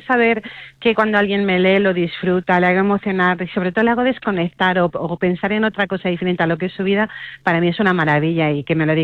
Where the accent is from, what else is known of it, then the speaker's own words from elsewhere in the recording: Madrid, Community of Madrid, Spain; also born or lived in Germany; nací en Alemania, pero sí, yo me he criado en Madrid concretamente. O sea que yo siempre digo que soy más española que la tortilla de patatas, ¿sabes? O sea que sí, sí, soy totalmente española en todos los sentidos.